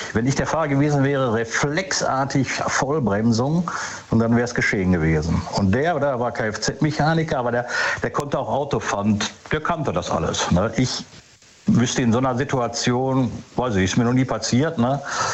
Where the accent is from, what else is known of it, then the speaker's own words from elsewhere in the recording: Gelsenkirchen, North Rhine-Westphalia, Germany; Buhr, Gelsenkirchen.